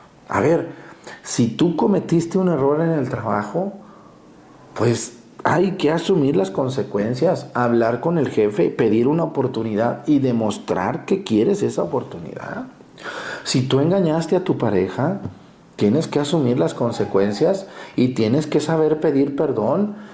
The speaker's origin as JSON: {"language": "Spanish", "town": "Mexticacán", "region": "Jalisco", "country": "Mexico", "moved": "yes", "said": "Yo en mi pueblo, en Mestigacán"}